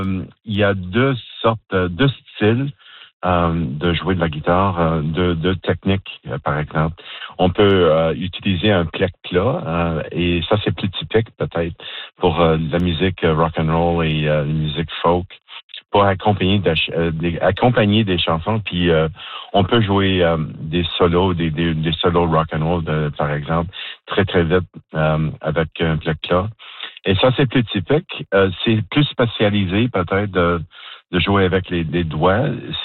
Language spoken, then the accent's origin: French; Montreal, Quebec, Canada; ce que je fais, c'est quelque chose de très spécial que j'ai fait depuis mon enfance à Montréal et puis ça continue.